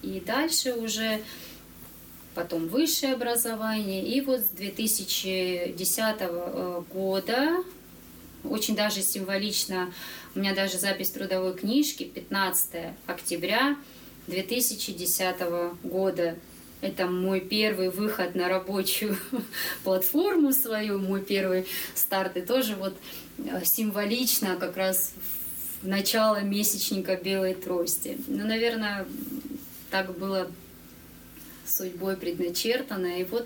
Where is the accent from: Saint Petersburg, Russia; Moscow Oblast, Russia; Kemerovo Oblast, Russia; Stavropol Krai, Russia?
Stavropol Krai, Russia; Kislovodsk; born there; Я родилась в Кисловодске в 1985 году в семье слепого